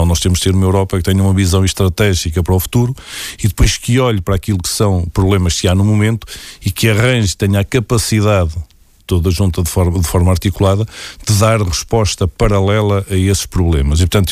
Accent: Peso da Régua, Norte, Portugal; particularmente que sou de Peso da Régua, de facto temos ali um microclima e no verão aquilo já aquece há muito tempo

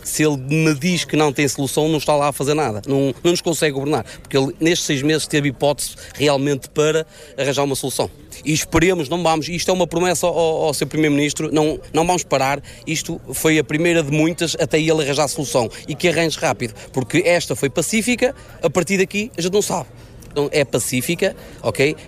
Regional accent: Portugal; Pretendemos que o primeiro-ministro Luís Montenegro nos ouça os portugueses, somos portugueses, somos cidadãos.

